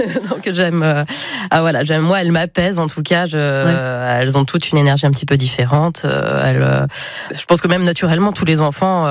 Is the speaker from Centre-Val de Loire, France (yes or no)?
yes; Centre-Val de Loire, France; born there; je suis née à Agen dans le Loiret, mais j'avais la chance d'avoir un grand terrain, un papa passionné de jardin, de plantes ornementales.